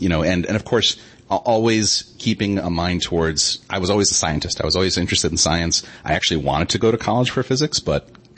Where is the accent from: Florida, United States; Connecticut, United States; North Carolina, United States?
Connecticut, United States; moved away as an adult; also born or lived in Worcester, Massachusetts; now in New York, United States; So I am from Connecticut originally.